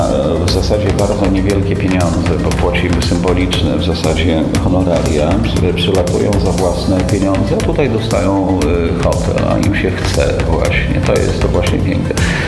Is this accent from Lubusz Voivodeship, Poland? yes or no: no; Łomża, Podlaskie Voivodeship, Poland; Mówi, że jestem z Łomży